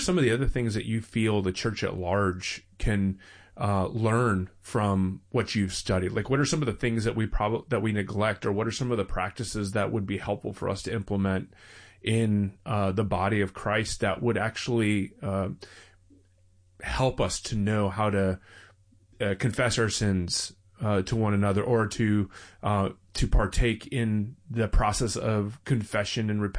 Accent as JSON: {"language": "English", "region": "the South", "country": "United States", "tie": "born or raised there"}